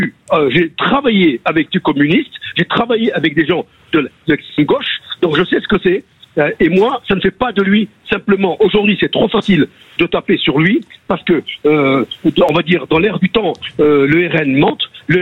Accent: France; Moi, j'ai 72 ans, je suis français juif, j'ai 72 ans

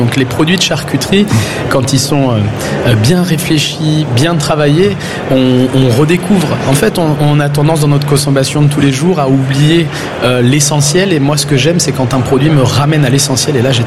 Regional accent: Le Mans, Pays de la Loire, France; Oui, j'habite au Mans, je suis manceau

